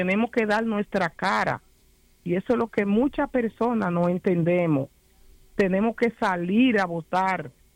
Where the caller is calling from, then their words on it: St. Thomas, U.S. Virgin Islands; le estoy llamando desde San Tomás.